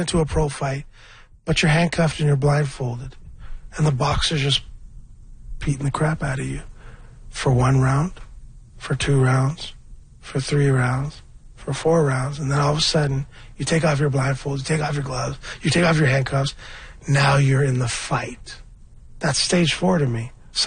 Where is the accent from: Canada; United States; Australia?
Canada; Scarborough, Ontario; I'm from Scarborough. I'm a rapper.